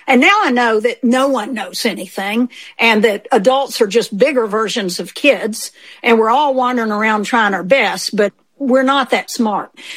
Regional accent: Elkmont, Tennessee, United States; They knew I was from Elkmont.

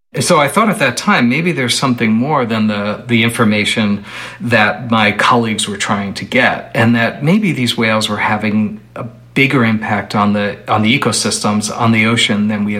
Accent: New York City, New York, United States; moved away; I grew up in New York City.

